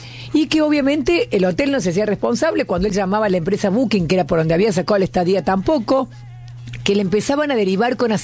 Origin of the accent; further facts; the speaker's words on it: Argentina; Bueno, así que parece que en Italia, chicos, ahora el punto somos los argentinos.